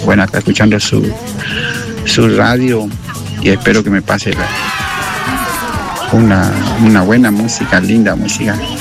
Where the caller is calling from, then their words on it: San Martín, Argentina; de San Martín